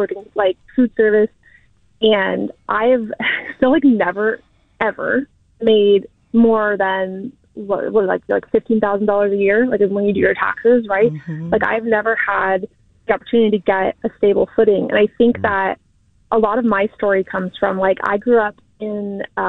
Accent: Martinez, California, United States; I go to San Francisco. I work in Berkeley. Like I grew up in Martinez.

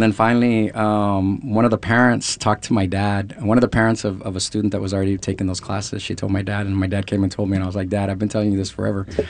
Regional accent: San Antonio, Texas, United States; But I'm from Texas originally. I'm from the city of San Antonio. Go Spurs.

